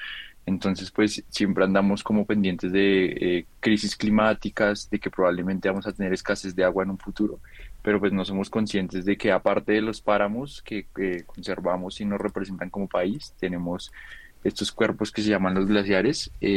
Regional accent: Colombia; la pérdida de estos como colombianos pues nos afecta

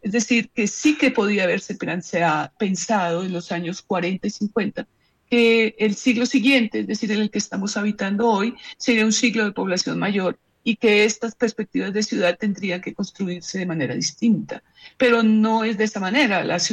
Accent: Colombia

